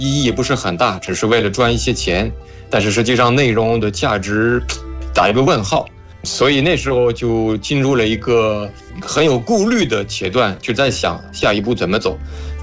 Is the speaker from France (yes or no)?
yes; Paris, Île-de-France, France; born there; Chinese is a second language; moved away; 我是法国人，然后